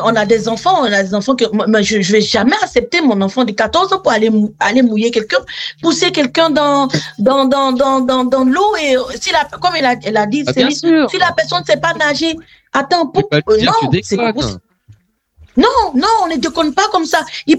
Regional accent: Côte d’Ivoire; moved away; moi je viens de la Côte d'Ivoire

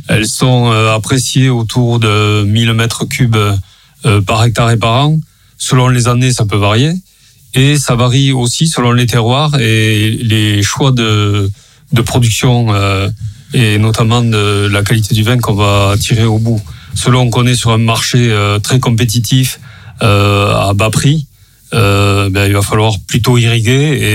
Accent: Occitanie, France; L'eau chez nous en Languedoc, c'est quelque chose qui devient primordial sur la plupart des cultures pour pouvoir être compétitif.

